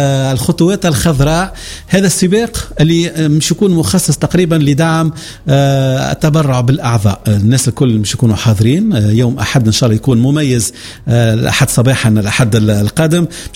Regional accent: Tunisia; بلادنا تونس

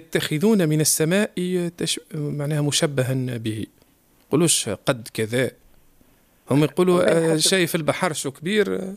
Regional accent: Tunisia; تكلمنا باللهجة التونسية

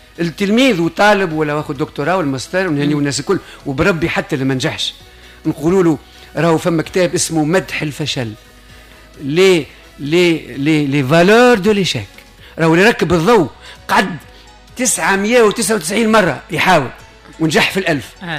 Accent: Tunisia

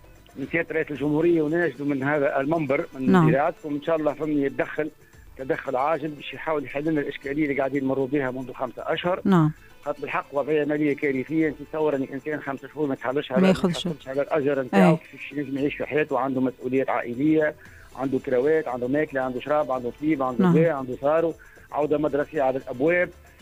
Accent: Tunisia; انا مواطن تونسي

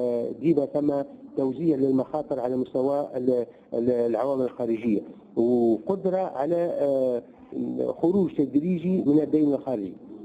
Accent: Tunisia

